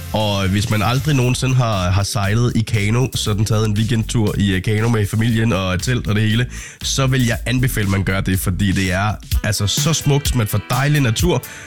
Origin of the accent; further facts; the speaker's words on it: Tørring, Central Denmark Region, Denmark; Ja, jeg kommer jo fra Tørring af